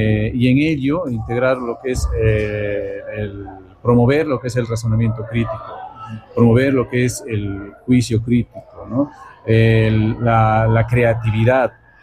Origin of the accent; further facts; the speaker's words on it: Cutervo, Cajamarca, Peru; yo soy cutervino, amo mi tierra